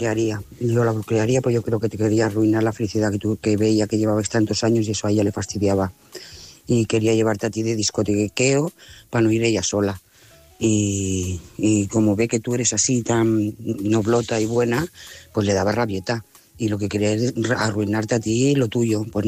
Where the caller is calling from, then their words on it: Lloret de Mar, Catalonia, Spain; Hola, buenas noches, corresponsales, audiencias … Lloret de Mar.